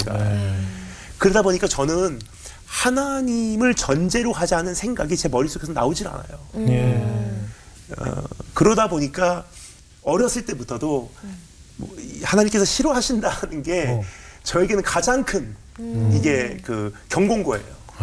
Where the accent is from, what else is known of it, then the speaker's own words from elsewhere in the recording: Japan; 제가 이제 일본에서 자랐잖아요.